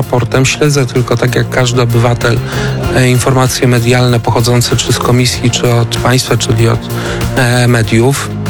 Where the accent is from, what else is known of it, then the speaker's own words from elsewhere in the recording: Kutno, Łódź Voivodeship, Poland; Ja jestem politykiem z Kutna, środek Polski.